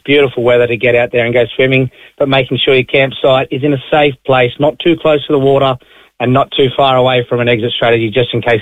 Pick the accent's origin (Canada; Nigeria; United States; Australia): Australia; now in Ireland; I grew up in Australia. There's a lot of outback and a lot of bush there, so you learn the hard way if you get it wrong down under.